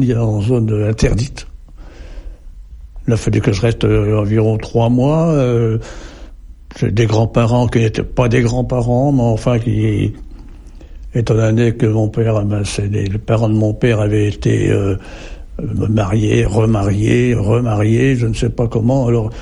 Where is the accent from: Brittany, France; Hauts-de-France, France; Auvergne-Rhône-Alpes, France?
Hauts-de-France, France; Berck; Et puis je suis rentré chez moi, à Berck.